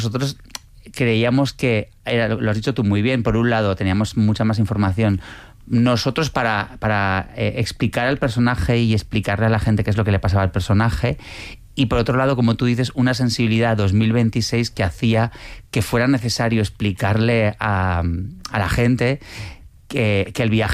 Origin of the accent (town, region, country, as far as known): Pamplona, Navarre, Spain; born there; moved away as an adult; now in Madrid, Spain